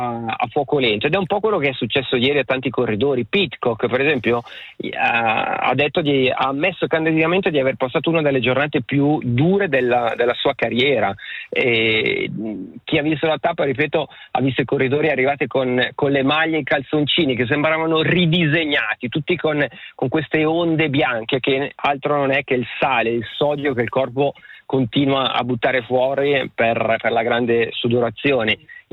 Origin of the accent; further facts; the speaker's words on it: Stabio, Ticino, Switzerland; io sono di Stabio, quindi vi do questo come parametro